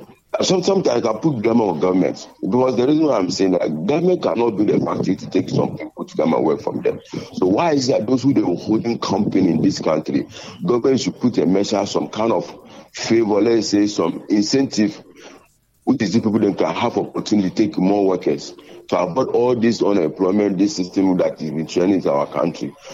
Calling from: Ghana; we are Ghanaian.

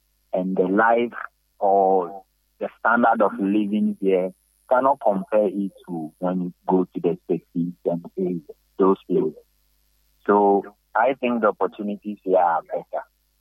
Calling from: Western Region, Ghana; I came from that area. I came from Ituma, Aida's place.

